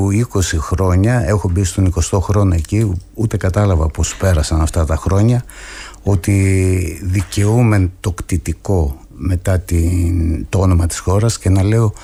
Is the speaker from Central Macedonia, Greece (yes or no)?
yes; Thessaloniki, Central Macedonia, Greece; γιατί ως Θεσσαλονικιός το Φεστιβάλ Τραγουδιού Θεσσαλονίκης το παρακολουθούσα από παιδί και ήταν ένα παιδικό όνειρο.